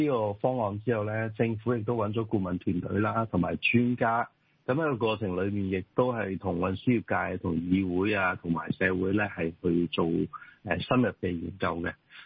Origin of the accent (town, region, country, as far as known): Hong Kong